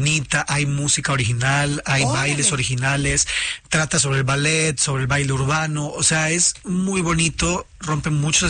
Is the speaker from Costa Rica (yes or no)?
yes; Costa Rica; moved away as an adult; now in Mexico; Tengo ya casi 5 años en México. Ya soy mexicano.